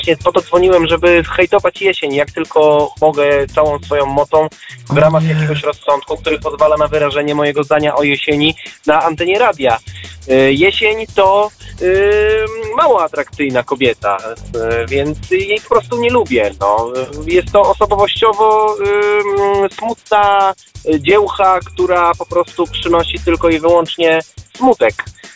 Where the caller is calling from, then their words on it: Łomianki, Masovian Voivodeship, Poland; jestem z Łomianek.